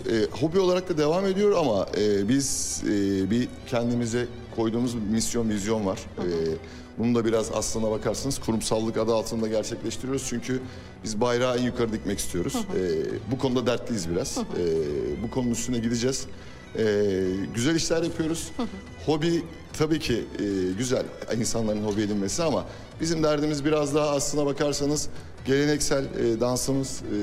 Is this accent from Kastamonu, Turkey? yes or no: yes; Kastamonu, Turkey; now in Istanbul, Turkey; Ben Batı Karadeniz, Kastamonu memleketim. İstanbul'da ikamet ediyorum.